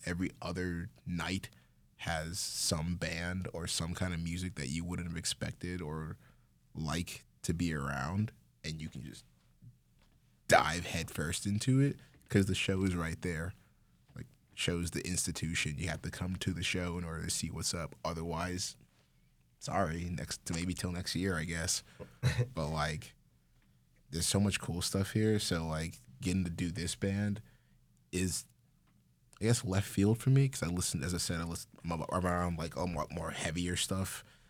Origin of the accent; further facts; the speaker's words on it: South Carolina, United States; now in Atlanta, United States; I'm coming from South Carolina, and I've been living in Atlanta. This is like my 10 years me living here